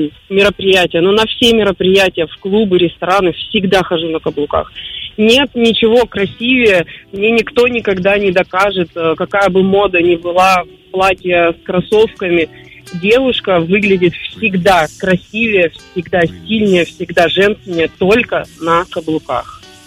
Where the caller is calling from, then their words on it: Omsk, Omsk Oblast, Russia; Я из Омска.